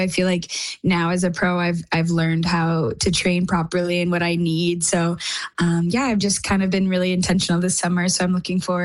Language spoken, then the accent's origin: English; Burlington, Ontario, Canada; growing up in Burlington, Ontario